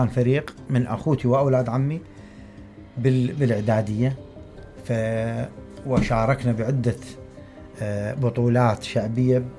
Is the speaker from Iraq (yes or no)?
yes; Al-Midhatiya, Babylon Governorate, Iraq; فعلا سكننا بالمدحتية منذ 1978، وهي مدينتي الغالية والعزيزة